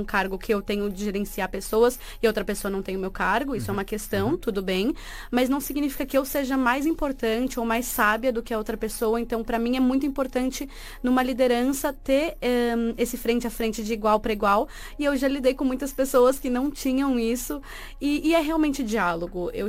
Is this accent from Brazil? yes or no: yes; Brazil; eu sou brasileira, então também às vezes é outra mentalidade.